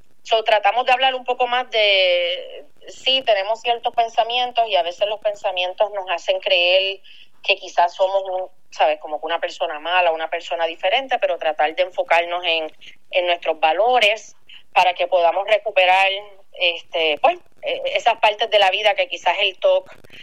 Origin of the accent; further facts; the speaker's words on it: Puerto Rico; now in Florida, United States; para mí creciendo en Puerto Rico y en Latinoamérica